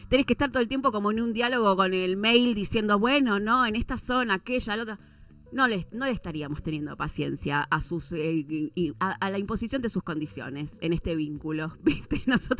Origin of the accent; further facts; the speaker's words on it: Argentina; como argentinos y argentinas